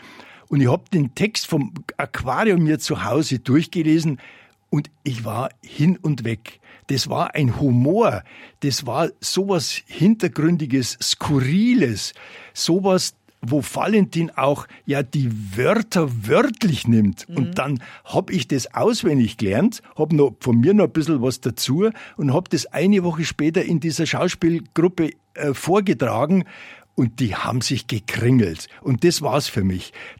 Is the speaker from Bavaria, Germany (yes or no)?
yes; Munich, Bavaria, Germany; Also, ich bin ein 50er Jahrgang. Ich bin in München aufgewachsen